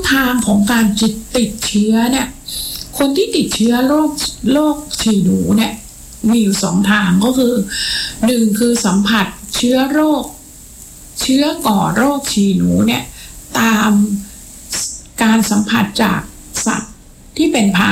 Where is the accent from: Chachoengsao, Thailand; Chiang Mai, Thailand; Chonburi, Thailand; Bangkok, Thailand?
Chonburi, Thailand; เรามาจากชลบุรีนะเรามาจากถิ่นข้าวหลามนะ